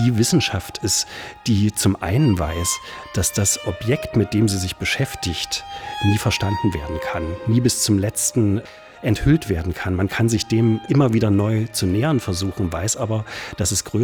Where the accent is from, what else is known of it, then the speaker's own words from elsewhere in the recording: Erfurt, Thuringia, Germany; Ich bin in Erfurt groß geworden